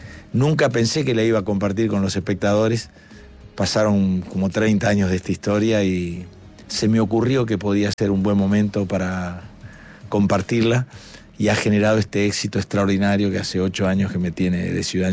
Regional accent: Argentina

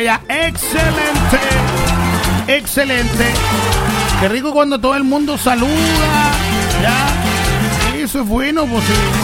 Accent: Chile; yo soy más chileno que los porotos

